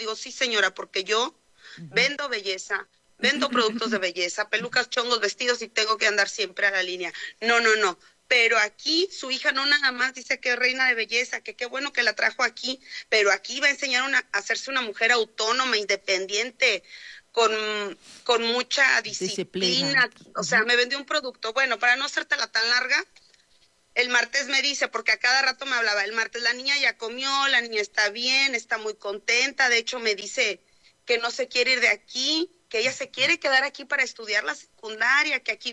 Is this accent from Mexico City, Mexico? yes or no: no; Ciudad Mante, Tamaulipas, Mexico; Yo soy de Mante, ellos están en Madero.